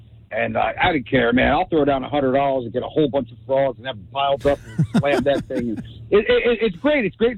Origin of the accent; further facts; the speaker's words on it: New Jersey, United States; born there; also born or lived in Newark, New Jersey / Seaside Heights, New Jersey; now in New Brunswick, United States; I was born in Newark. I lived a great majority of my life down the shore. Lived in Seaside 3 times.